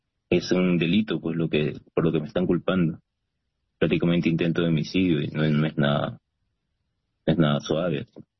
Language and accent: Spanish; Pisco, Ica, Peru; born there; moved away; also born or lived in New Jersey; Ahorita estoy en Pisco, estoy acá en Perú, en mi ciudad natal.